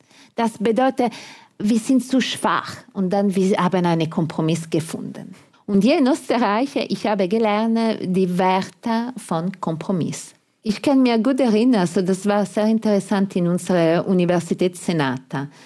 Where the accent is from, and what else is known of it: Italy; German is a second language